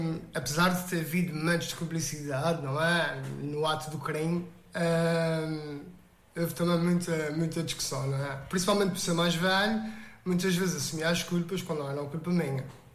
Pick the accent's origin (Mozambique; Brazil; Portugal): Portugal; Ribeira Grande, Azores; accent: São Miguel; moved away as an adult; also born or lived in Ponta Delgada / Coimbra; Eu nasci na freguesia, apesar de ser da Ribeira Grande, eu nasci em São José, no Conselho de Ponte Delgado.